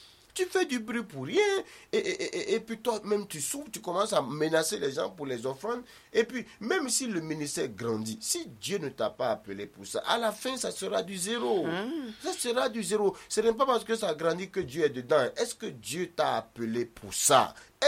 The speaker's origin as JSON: {"language": "French", "country": "Guinea", "said": "Surtout chez nous en Guinée."}